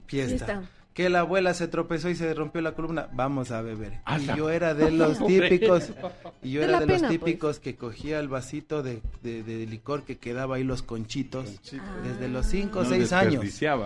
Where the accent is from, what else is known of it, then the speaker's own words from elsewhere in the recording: Santo Domingo, Santo Domingo de los Tsáchilas, Ecuador; Yo soy de Santo Domingo.